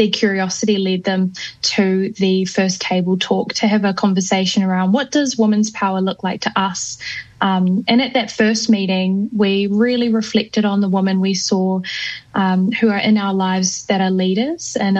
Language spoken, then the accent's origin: English; Auckland, New Zealand; Born and raised in West Auckland, so I'm a proud Westie. However, my whānau whakapapa to whakatāne, so Ngāti Awa e Ngāti Kupu a mai hapu. But yeah, born and raised in Auckland and love Tamaki Makaurau